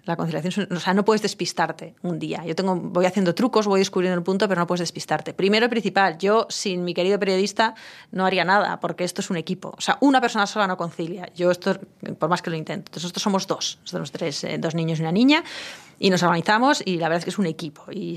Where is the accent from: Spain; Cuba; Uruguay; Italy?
Spain; a los españoles nos cuesta entender